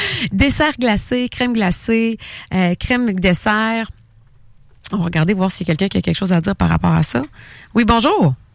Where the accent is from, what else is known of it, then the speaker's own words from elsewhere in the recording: Thetford Mines, Quebec, Canada; now in Quebec City, Canada; pour avoir vécu presque toute ma vie de Québécoise, ville de Québec. Je veux dire, je viens de Thetford Mines. J'ai toujours habité au centre-ville ou presque. Sur Saint-Joseph ou Limoilou-Saint-Roch.